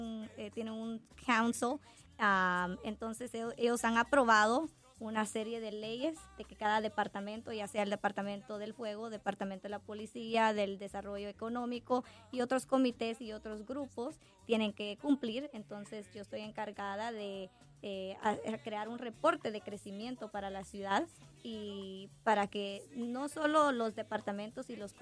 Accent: Washington, District of Columbia, United States; born there; accent: Guatemalan; also born or lived in Massachusetts; now in Maine, United States; Yo, de hecho, sí nací en el área de Washington, D.C., para la primera pregunta que usted me estaba haciendo, pero sí, soy bilingüe

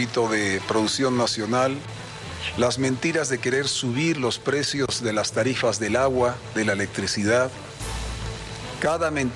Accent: Bolivia; entre bolivianos

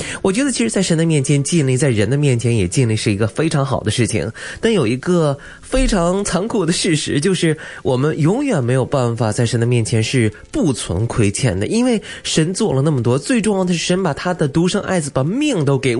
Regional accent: China; 我们中国人

